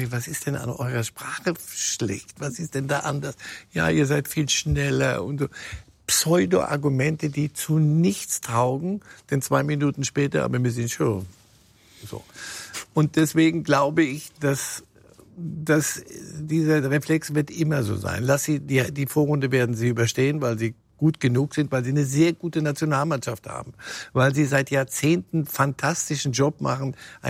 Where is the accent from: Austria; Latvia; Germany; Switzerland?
Switzerland; Da bin ich jetzt als Schweizer Staatsbürger.